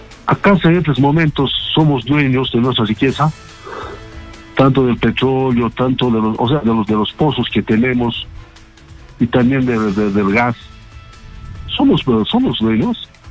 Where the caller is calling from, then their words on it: Peru; yo como peruano